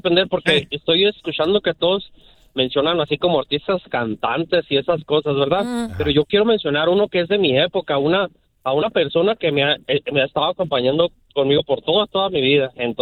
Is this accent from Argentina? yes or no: no; Ciudad Cuauhtémoc, Chihuahua, Mexico; Yo soy de Ciudad Cuauhtémoc, Chihuahua.